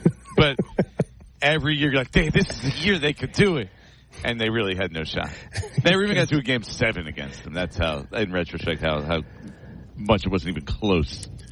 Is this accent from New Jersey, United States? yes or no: yes; New Jersey, United States; But I grew up in New Jersey. It didn't even matter.